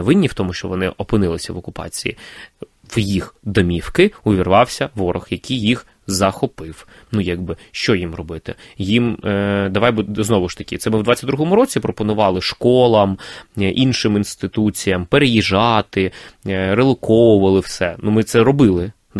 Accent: Crimea, Ukraine; moved away; я буду радіти кожному українському прапору, піднятому в вільних містах мого рідного Криму.

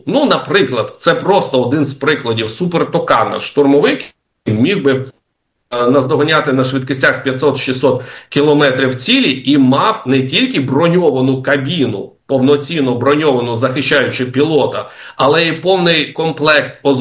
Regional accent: Odesa, Odesa Oblast, Ukraine; не тільки я, усі одесити

